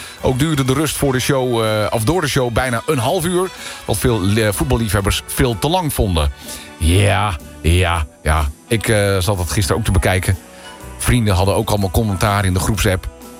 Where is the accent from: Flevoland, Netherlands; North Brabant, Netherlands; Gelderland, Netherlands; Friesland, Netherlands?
Friesland, Netherlands; Die hebben dan net iets meer dan bij ons in Friesland.